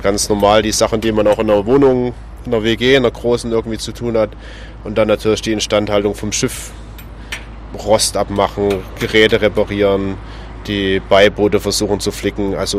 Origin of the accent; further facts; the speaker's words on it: Dresden, Saxony, Germany; Und dann war es natürlich recht naheliegend, das in einem Verein zu tun, der auch in meiner Heimatstadt, also in dem Fall Dresden, ansässig ist.